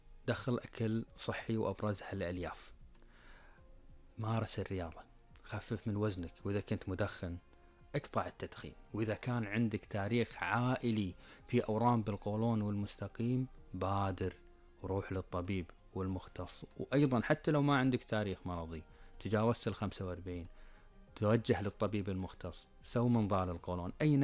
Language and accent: Arabic; Kuwait